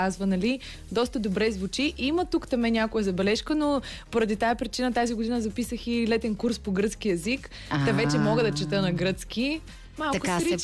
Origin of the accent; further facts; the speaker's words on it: Ruse, Ruse Province, Bulgaria; born there; При положение, че съм родена в Русе, по-близо до Румъния